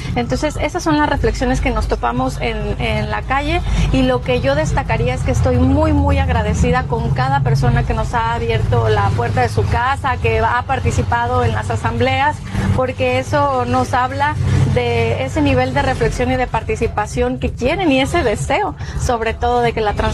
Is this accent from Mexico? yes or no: yes; Mexico; somos seres humanos, somos mexicanos